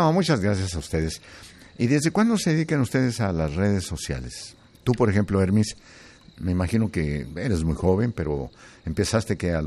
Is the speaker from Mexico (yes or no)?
yes; Tlaltenango, Zacatecas, Mexico; now in United States; yo que soy de Zacatecas, pues no digo soy de Zacatecas capital, soy de un pueblo que se llama Tlaltenango.